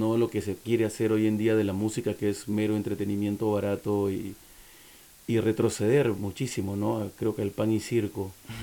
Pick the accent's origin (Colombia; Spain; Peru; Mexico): Peru